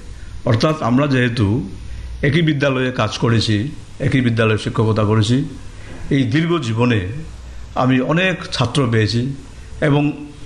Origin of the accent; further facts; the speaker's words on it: Kailashahar, Tripura, India; চণ্ডীপুর গ্রাম, যেটা আমরা বলি মনো নদীর পশ্চিম পার, সেখানে চণ্ডীপুর গ্রামে আমার শৈশব কেটেছে। শৈশব কি, আমার কৈশোর যৌবন সবই কেটেছে চণ্ডীপুর গ্রামে, কৈলাসের অন্তর্গত চণ্ডীপুর গ্রামে।